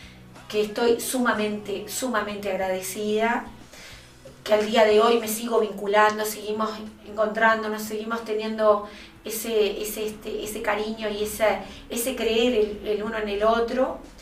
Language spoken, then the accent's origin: Spanish; Pan de Azúcar, Maldonado, Uruguay; cuando me refiero a Maldonado me refiero a departamento, porque yo soy Pan de Azúcar, Piriápolis, San Carlos